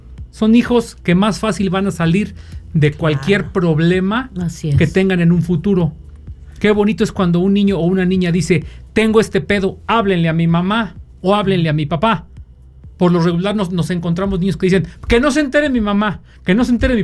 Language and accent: Spanish; Mexico; yo también como mexicano